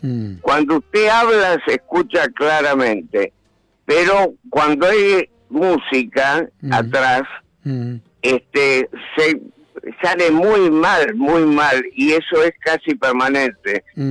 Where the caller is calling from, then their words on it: Pilar, Buenos Aires Province, Argentina; estamos a una cuadra del Hospital Austral para que usted se ubique geográficamente